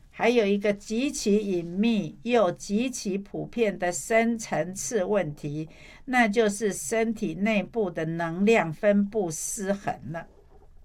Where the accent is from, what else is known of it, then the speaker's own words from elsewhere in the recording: China; 在我们中国人的传统的观念里，水就代表着财富，也代表着生命的根基。